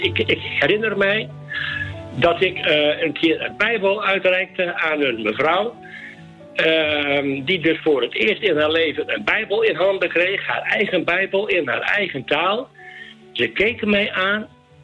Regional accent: Netherlands; Daar werd voor ons als Nederlanders een lied gezongen.

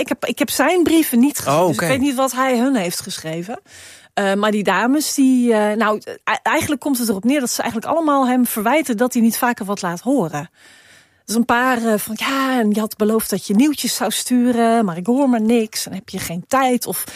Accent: Suriname; ik kom uit Suriname

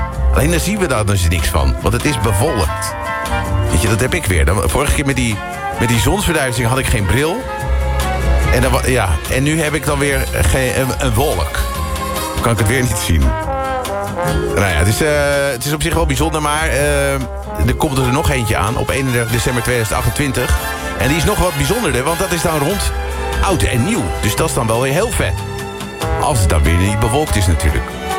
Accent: Netherlands; Ja, wij kunnen ook altijd klagen, hè? Nou, als Nederlanders, ja.

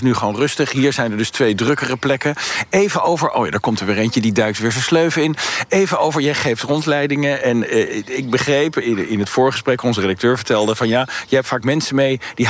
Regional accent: Leiden, South Holland, Netherlands; Ik kom uit Leiden

